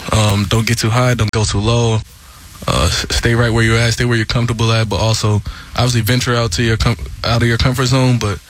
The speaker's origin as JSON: {"language": "English", "town": "Marietta", "region": "Georgia", "country": "United States", "said": "I'm from Marietta"}